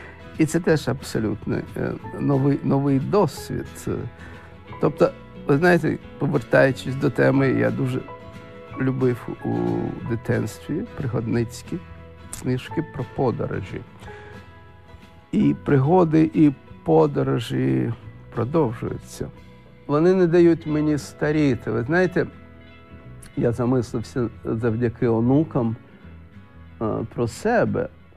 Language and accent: Ukrainian; United Kingdom; Тобто, я британець, я не англічанин, я британець.